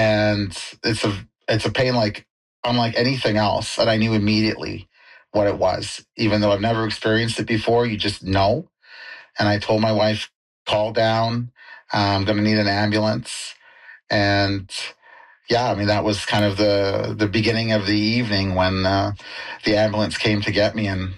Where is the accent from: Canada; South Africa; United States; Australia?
Canada; Maple Ridge, British Columbia; And I was like, I'm from Maple Ridge and stuff like that.